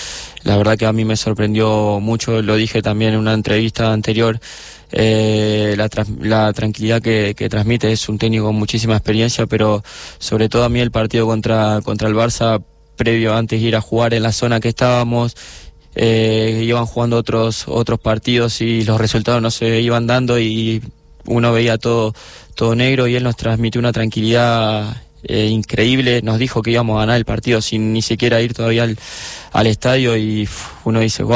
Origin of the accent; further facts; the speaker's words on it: Argentina; now in Vitoria, Spain; yo soy de Argentina